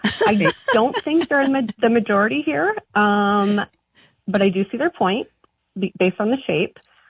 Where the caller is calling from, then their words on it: Charlotte, North Carolina, United States; calling from Charlotte.